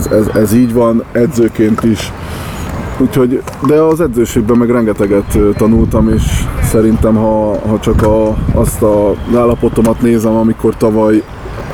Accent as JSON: {"language": "Hungarian", "town": "Orosháza", "region": "Békés", "country": "Hungary", "tie": "born or raised there", "also_born_or_lived": "Tata / Tatabánya", "moved": "yes", "lives_now": "Szeged, Hungary", "said": "Gyakorlatilag Orosházán születtem, ott nőttem föl, Szegeden voltak a legszebb éveim, egymáshoz 40 perc távolságra van, szóval én egész fél életemet ezen a 40 percen éltem"}